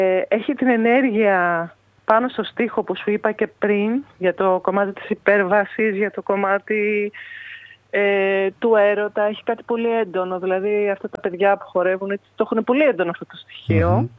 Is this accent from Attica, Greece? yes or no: yes; Athens, Attica, Greece; born there; Εγώ που γεννήθηκα στην Αθήνα και μένω στην Αθήνα.